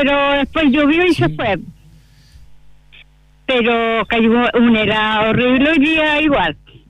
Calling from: Angol, Araucanía, Chile; Y aquí en Angol igual.

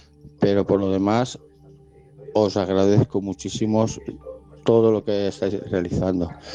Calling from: Castellón, Valencian Community, Spain; Hola, buenas noches. … de Castellón.

